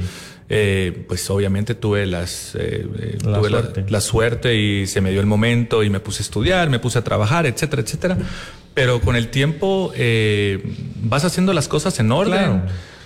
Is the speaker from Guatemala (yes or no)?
yes; Guatemala; now in United States; yo mantengo mi ciudadanía, soy ciudadano americano, pero mantengo mi ciudadanía americana, sí, guatemalteca.